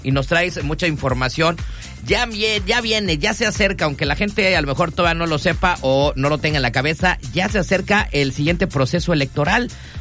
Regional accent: Mexico; como buenos mexicanos siempre dejamos todo al último

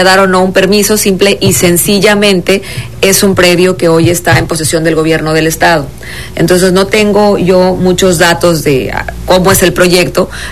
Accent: Quintana Roo, Mexico; cuando éramos niños en Quintana Roo

